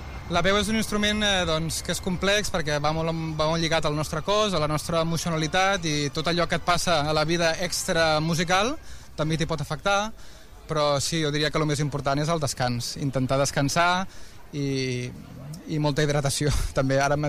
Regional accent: Sant Andreu de la Barca, Catalonia, Spain; i més avui, el dia de la Diada, aquí a Sant Andreu, al meu poble.

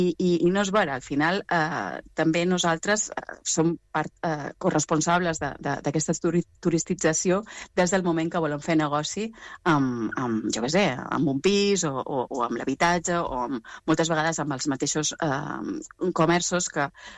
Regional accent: Balearic Islands, Spain; jo venc de Mallorca, tota la meva vida ens han dit que nosaltres vivim del turisme

